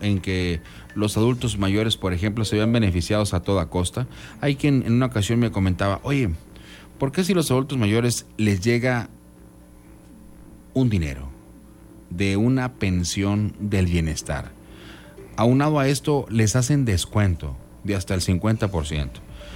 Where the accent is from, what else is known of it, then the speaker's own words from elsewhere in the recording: Mexico; Es el derecho que tenemos como mexicanos